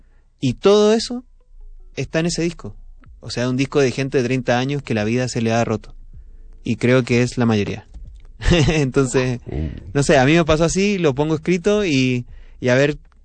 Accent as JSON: {"language": "Spanish", "region": "southern Chile", "country": "Chile", "also_born_or_lived": "Santiago, Chile", "moved": "yes", "lives_now": "Mexico City, Mexico", "said": "Yo no soy de Santiago, soy de un pueblo en el sur de Chile. Y llegué a Santiago"}